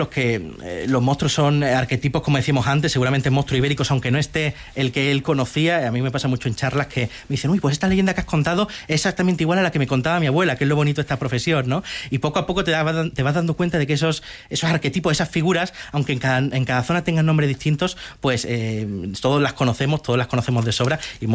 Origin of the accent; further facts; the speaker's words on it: Andalusia, Spain; Pero yo soy andaluz, llevo muchos años investigando el folclore de Andalucía